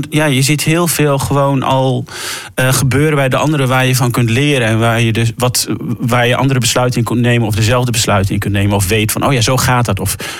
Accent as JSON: {"language": "Dutch", "town": "Ter Apel", "region": "Groningen", "country": "Netherlands", "tie": "born or raised there", "said": "Ik ben geboren en opgegroeid in Ter Apel."}